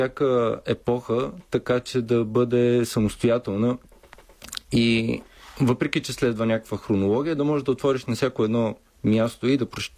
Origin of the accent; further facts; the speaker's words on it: Brazil; Примерно полинезийската митология, или въпреки че съм от Бразилия, нищо не знаех и за бразилската митология.